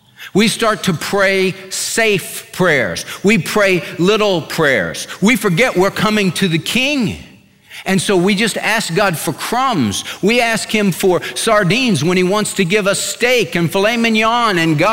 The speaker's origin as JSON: {"language": "English", "region": "California", "country": "United States", "tie": "born or raised there", "said": "we had a pool in my backyard growing up in California. I was the 5th of 6 kids"}